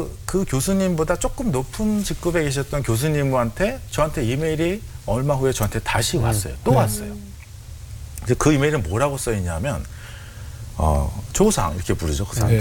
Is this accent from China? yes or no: no; South Korea; 저는 뭐 그냥 저는 한국인으로서 해야 될 말이라고 생각했는데